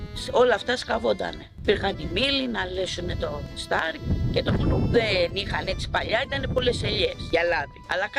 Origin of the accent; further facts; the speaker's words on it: Fournoi, North Aegean, Greece; also born or lived in Ikaria; Εγώ γεννήθηκα στην Ικαρία. Δηλαδή οι γονείς μου όμως είναι από εδώ. Αυτό το σπίτι είναι το πατρικό. Και μεγάλωσα, παντρεύτηκα. Έκανα τα παιδιά μου, 4 παιδιά.